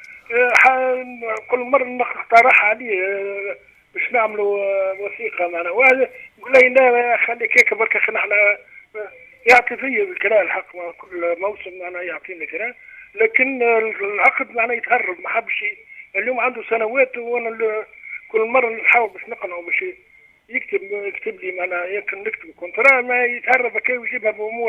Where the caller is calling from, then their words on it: Tunisia; من قلعه الخف.